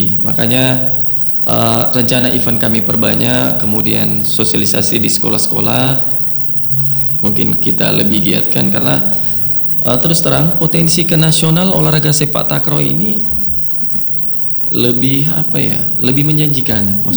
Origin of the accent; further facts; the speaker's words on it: West Sulawesi, Indonesia; bahwa memang kita ini asli Sulawesi Barat. Kita tidak mentransfer atlet dari luar atau dari mana, kita betul-betul orang asli Sulawesi Barat.